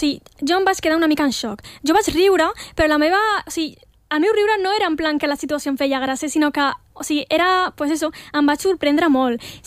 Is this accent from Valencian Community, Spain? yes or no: no; Morocco; also born or lived in Catalonia; now in Spain; Soc catalana, però soc del Marroc, saps?